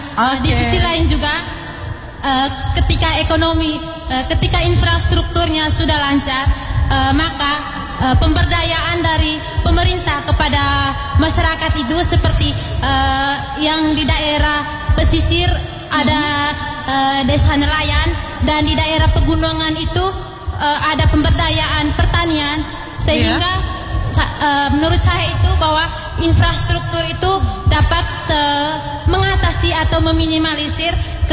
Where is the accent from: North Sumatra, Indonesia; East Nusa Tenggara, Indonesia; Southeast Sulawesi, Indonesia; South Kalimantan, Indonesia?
East Nusa Tenggara, Indonesia; saya berasal dari Manggarai Timur.